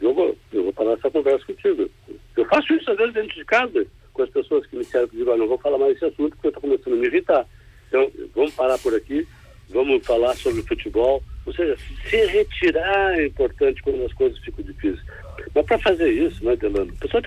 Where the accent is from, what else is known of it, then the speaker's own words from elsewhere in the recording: Arvorezinha, Rio Grande do Sul, Brazil; porque eu também sou colono, viu? Eu nasci, para vocês ouvirem, eu nasci em Arvorezinha, que pertencia a Encantado. Fiquei até 12 anos em Arvorezinha.